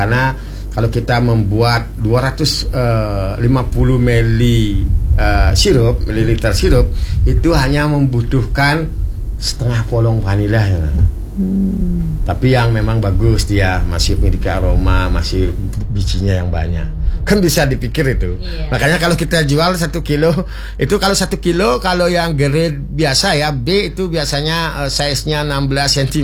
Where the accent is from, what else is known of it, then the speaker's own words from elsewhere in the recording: Bali, Indonesia; di tempat desa saya di Ambengan